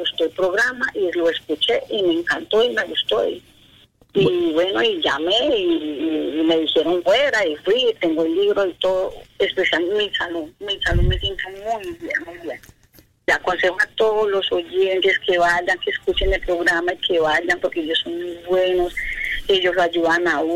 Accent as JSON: {"language": "Spanish", "country": "Colombia", "moved": "as an adult", "lives_now": "Panama", "said": "Yo soy colombiana."}